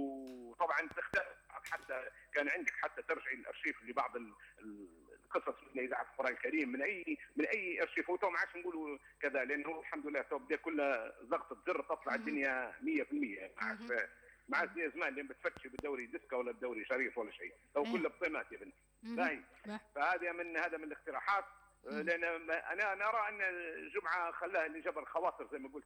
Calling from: Tripoli, Libya; من طرابلس.

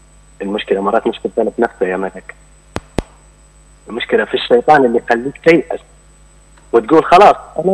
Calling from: Germany; هي اول حاجة لازم نقول اني روحت من المانيا، وهذا وخفت معكم مداخلة.

